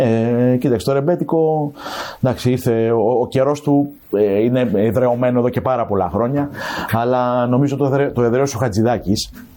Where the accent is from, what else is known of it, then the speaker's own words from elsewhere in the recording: Piraeus, Attica, Greece; σε εμάς που είμαστε από τον Πειραιά και από μικρά παιδιά το είχαμε στη ζωή μας.